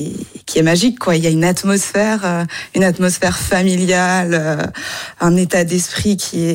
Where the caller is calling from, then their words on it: Wasselonne, Grand Est, France; en tant qu'Alsacienne